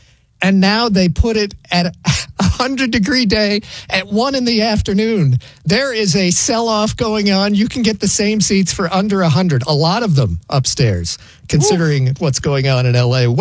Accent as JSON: {"language": "English", "country": "United States", "said": "I'm an American."}